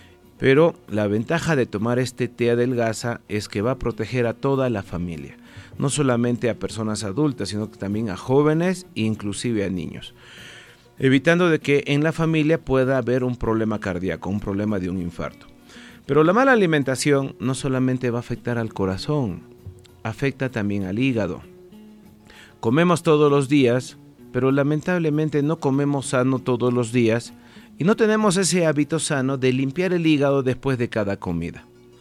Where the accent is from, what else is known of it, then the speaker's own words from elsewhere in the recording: Tarija, Bolivia; Yo vengo desde la ciudad de Tarija. Me encuentro en esta hermosa ciudad de Yayagua participando de la feria